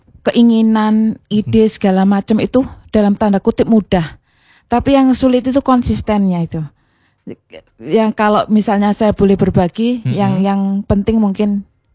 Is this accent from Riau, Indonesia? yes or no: yes; Pekanbaru, Riau, Indonesia; Enggak sedikit orang yang enggak percaya bahwa saya ini dari Pekanbaru.